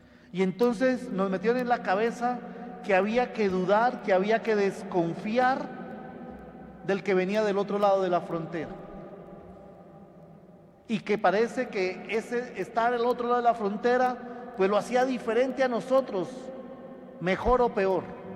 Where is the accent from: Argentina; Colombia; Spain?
Colombia; olvidamos que somos colombianos